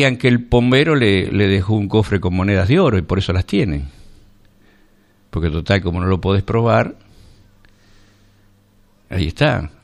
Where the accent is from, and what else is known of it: Argentina